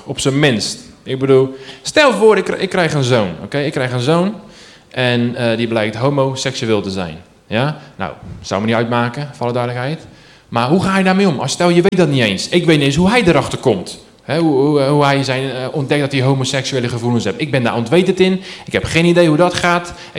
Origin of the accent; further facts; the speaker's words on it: Rotterdam, South Holland, Netherlands; Ik kom uit IJsselmonde. Hier zie je hier vandaan. Om het hoekje. Ik ben opgegroeid daar.